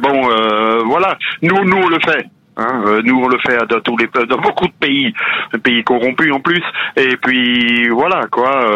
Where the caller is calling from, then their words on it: Grand Est, France; D'Ildac, à côté de Mulhouse.